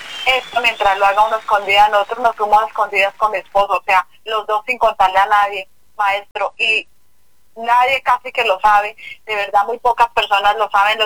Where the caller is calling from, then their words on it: Duitama, Boyacá, Colombia; Yo estoy llamando aquí de Duitama, Boyacá.